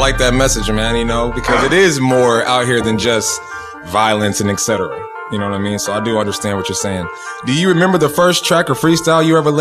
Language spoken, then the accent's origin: English; Dallas, Texas, United States; also born or lived in Atlanta; now in Indiana, United States; I'm from Dallas. So, you know, whenever I go home to Texas, that's still home to me because, you know, I didn't move up here until 98, which was a long time ago.